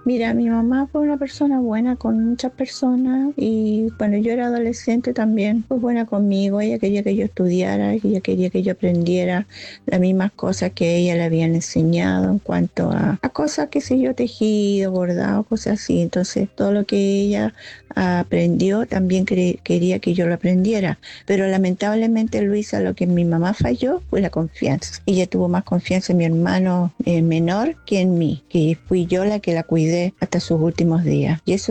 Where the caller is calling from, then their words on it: Chile; Buenas noches desde Chile.